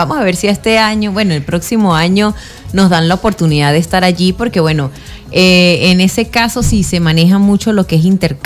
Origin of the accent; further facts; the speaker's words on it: San Cristóbal, Táchira, Venezuela; yo soy de aquí de San Cristóbal, yo soy gochita